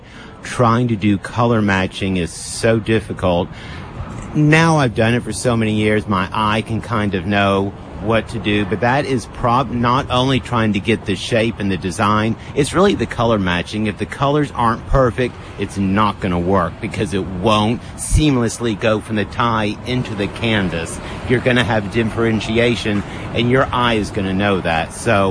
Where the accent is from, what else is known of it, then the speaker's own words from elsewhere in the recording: Fort Worth, Texas, United States; I'm from Fort Worth